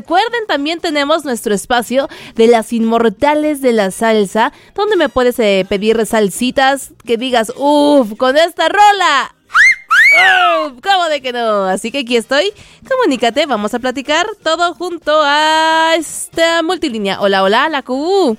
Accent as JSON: {"language": "Spanish", "country": "Mexico", "said": "nos unimos como nación, como mexicanos."}